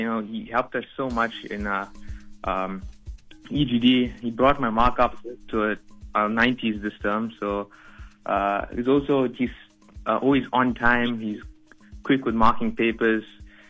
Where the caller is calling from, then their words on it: Durban, KwaZulu-Natal, South Africa; I'm from Durban. I go to Star College and I'm 17.